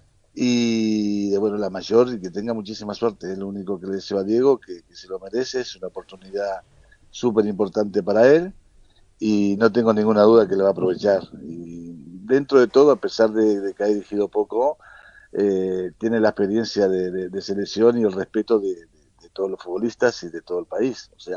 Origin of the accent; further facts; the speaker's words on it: Uruguay